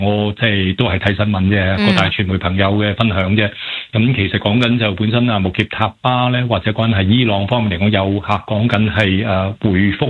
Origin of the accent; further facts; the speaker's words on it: Hong Kong; 咁我哋香港人梗系讲翻国泰啦